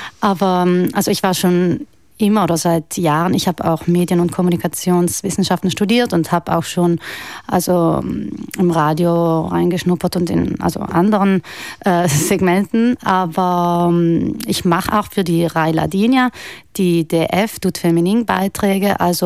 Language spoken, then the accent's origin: German; Bolzano, Trentino-Alto Adige, Italy; first language German; also born or lived in Val Gardena; ich habe zwar einen ladinischen Nachnamen, ich bin auch Grönerin, aber ich bin in Bozen aufgewachsen und ja, vielleicht würde ich sogar Deutsch als meine Muttersprache bezeichnen.